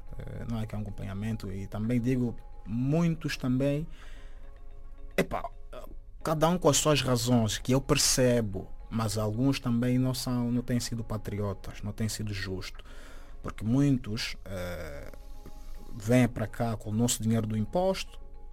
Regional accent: Angola; moved away as an adult; eu saí de Angola

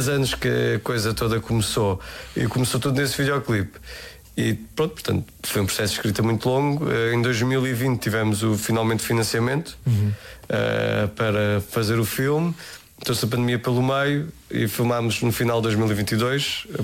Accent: Entroncamento, Santarém, Portugal; born or raised there

